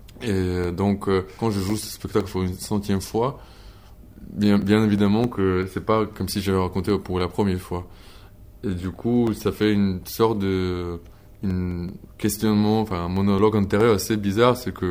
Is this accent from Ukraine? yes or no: yes; Ukraine; French is a second language; moved away as an adult; also born or lived in Moscow; now in France; en étant ukrainien, réfugié ukrainien en France